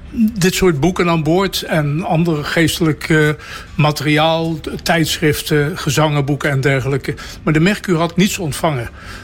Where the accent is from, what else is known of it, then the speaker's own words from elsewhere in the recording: Netherlands; We zijn Nederlanders, dus we proberen zo zuinig mogelijk te zijn met alles.